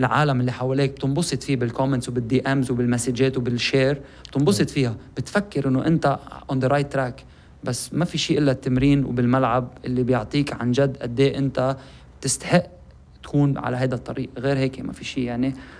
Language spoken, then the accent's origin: Arabic; Lebanon; انا سوري بقول لهم بلعب يمكن باقل دوري بالعالم اللي هو نحن بلبنان